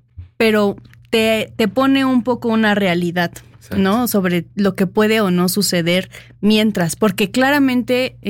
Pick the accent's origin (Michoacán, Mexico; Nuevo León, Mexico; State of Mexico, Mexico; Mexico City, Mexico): Mexico City, Mexico; algunos que somos de Ciudad de México, pues obviamente nuestra familia estaba ahí